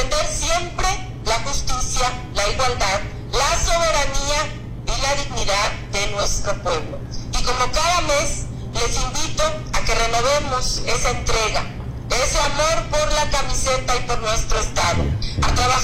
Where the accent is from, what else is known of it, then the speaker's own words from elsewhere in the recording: Guerrero, Mexico; la unidad que nos identifica como mexicanas, mexicanos y como guerrerenses.